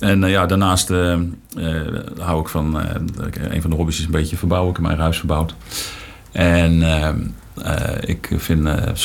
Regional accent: Montfoort, Utrecht, Netherlands; Ik ben 62 jaar geleden geboren in Montfoort, in de Margrietstraat. Dus ik ben echt een keizerrijker. Wij wonen daar op het hoekje, Margrietstraat 2. Schuin tegenover het zwembad.

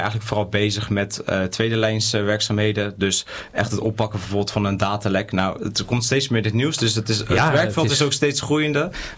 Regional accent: Gouda, South Holland, Netherlands; born or raised there; also born or lived in Rotterdam

